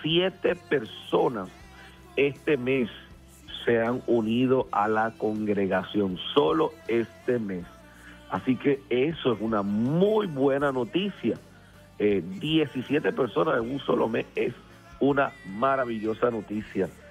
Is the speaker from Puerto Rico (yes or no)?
yes; Puerto Rico; estoy con mi pueblo, allá con mi gente, dándole gracias al Señor y compartiendo con todos ustedes, porque amo Puerto Rico